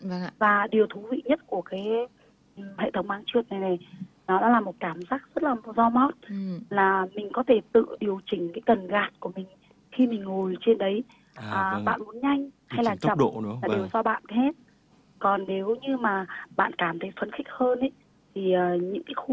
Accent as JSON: {"language": "Vietnamese", "town": "Da Lat", "region": "Lâm Đồng", "country": "Vietnam", "tie": "born or raised there", "said": "Ừ, chị sinh ra và lớn lên ở Đà Lạt."}